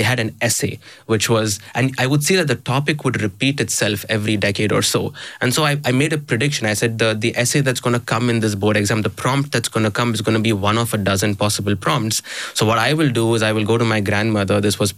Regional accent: Chennai, Tamil Nadu, India; first language Tamil; English is a second language; I'm from South India, from Chennai, in a state called Tamil Nadu, where we don't speak Hindi. The state, the regional language is Tamil in that space. So I grew up speaking Tamil at home. We grew up speaking Hindi at home as well.

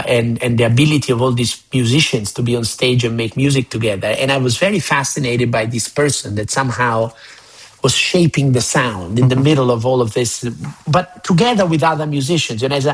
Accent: Florence, Tuscany, Italy; moved away; Well, I am from Florence, Italy

